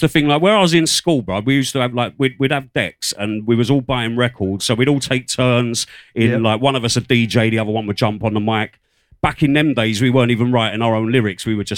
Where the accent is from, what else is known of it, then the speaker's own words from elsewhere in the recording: Romford, London, United Kingdom; I grew up in Romford